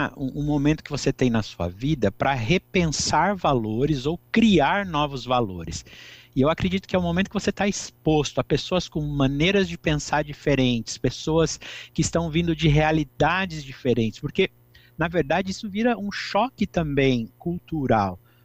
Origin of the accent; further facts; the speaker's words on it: Bauru, São Paulo, Brazil; now in Araraquara, Brazil; Eu sou nascido e criado em Bauru e me mudei para Araraquara para cursar a faculdade.